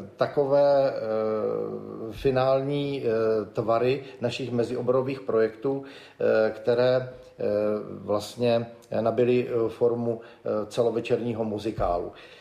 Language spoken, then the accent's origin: Czech; Zlín, Zlín Region, Czechia; Ano, jsem Valach. Rodák ze Zlína, což je taková brána Valašska.